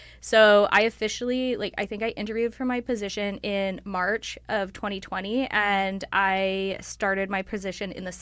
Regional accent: Tofield, Alberta, Canada; also born or lived in Edmonton, Alberta; Grew up about 45 minutes east of Amiskwichi-Wisgiagan, which is colonially known as Edmonton, Alberta, in a really small farming community called Toefield.

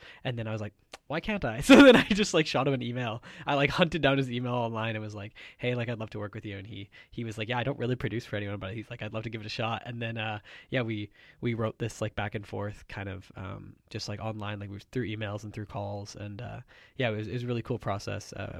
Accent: Winnipeg, Manitoba, Canada; As Cooper said, I'm also from Treaty One Territory, born and raised in Winnipeg. I'm an Anishinaabe artist

